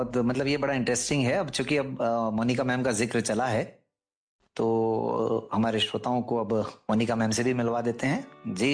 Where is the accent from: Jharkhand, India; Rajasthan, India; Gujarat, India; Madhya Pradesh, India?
Rajasthan, India; हम भी राजस्थान से